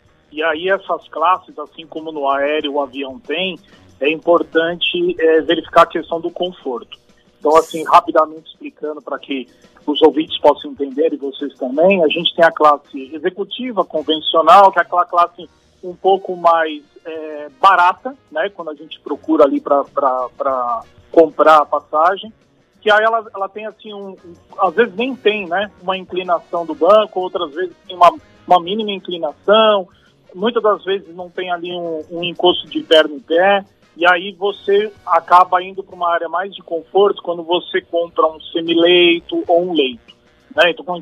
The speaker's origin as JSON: {"language": "Portuguese", "region": "São Paulo", "country": "Brazil", "said": "Eu que sou de São Paulo"}